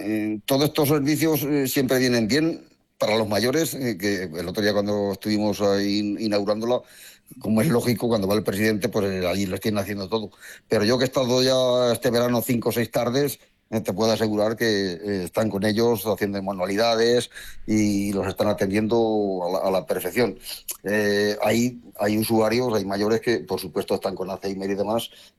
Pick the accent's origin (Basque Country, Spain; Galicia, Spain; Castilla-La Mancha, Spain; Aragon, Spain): Castilla-La Mancha, Spain; Mi pueblo, somos privilegiados. Yo creo que no hay nadie en el paro, ¿vale? No creo que no hay nadie en el paro porque estamos cerquita, hasta 9 kilómetros de Motilla